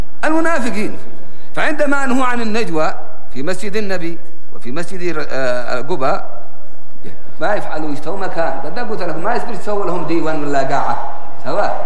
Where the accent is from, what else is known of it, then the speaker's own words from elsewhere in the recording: Yemen; عندنا في اليمن